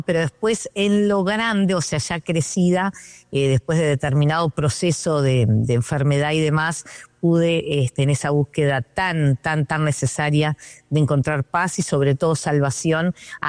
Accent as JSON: {"language": "Spanish", "region": "Montevideo", "country": "Uruguay", "said": "bueno, soy de Montevideo, Uruguay, o sea que bien por acá, por el sur."}